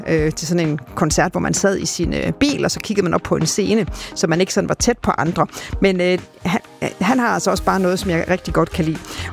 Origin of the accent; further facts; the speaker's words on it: Vejle, Region of Southern Denmark, Denmark; born there; moved away; den hørte jeg rigtig meget af min ungdom tilbage i Vejle.